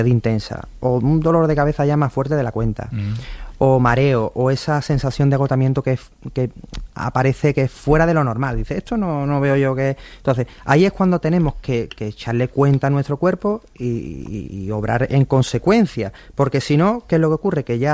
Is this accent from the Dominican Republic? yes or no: no; Spain; somos españoles y como españoles que somos decimos, venga, vamos